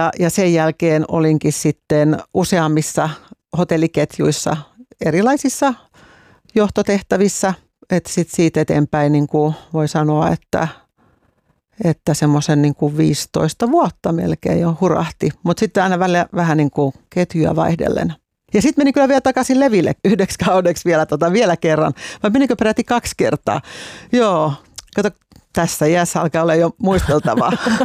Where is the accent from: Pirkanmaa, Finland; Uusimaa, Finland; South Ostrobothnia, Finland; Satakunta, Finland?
Pirkanmaa, Finland; Vilppula; kun olin lähtöisin pienestä vilppulasta, että minä olen päässyt maailmalle ja tänne minä jään.